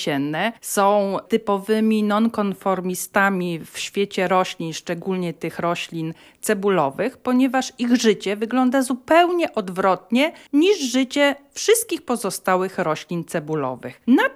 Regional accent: Łódź, Łódź Voivodeship, Poland; jestem rodowitą łodzianką

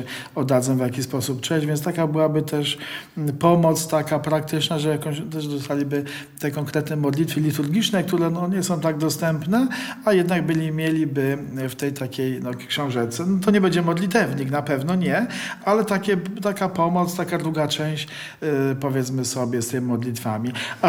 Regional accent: Tarnów, Lesser Poland, Poland; bo akurat pochodzę z Tarnowa, z parafii katedralnej.

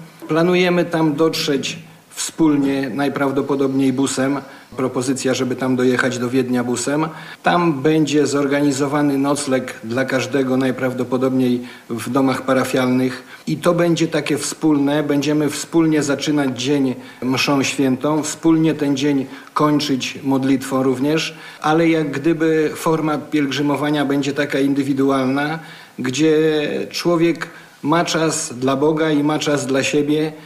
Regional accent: Ciechanów, Masovian Voivodeship, Poland; Pochodzę z Ciechanowa i tam mieszkam, to można powiedzieć, że święty Stanisław to taki mój ziomek, bo praktycznie niecałe 20 km od mojej miejscowości jest Rostkowo.

